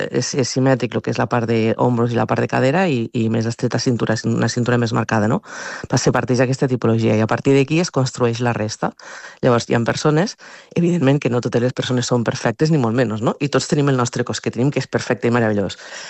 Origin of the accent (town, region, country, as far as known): Mollerussa, Catalonia, Spain